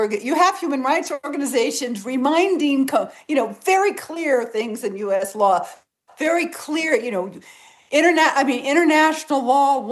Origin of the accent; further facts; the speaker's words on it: Virginia, United States; Well, first I'd like to share my solidarity because I am also from Virginia.